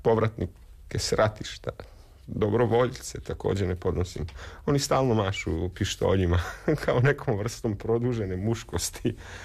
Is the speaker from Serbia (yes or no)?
yes; Belgrade, City of Belgrade, Serbia; Rođena. Ja sam rođena Beograđanka. Upamti. Beograđanka, četvrta generacija, upamti.